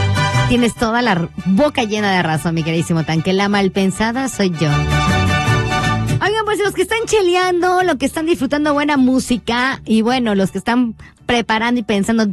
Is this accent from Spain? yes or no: no; Mexico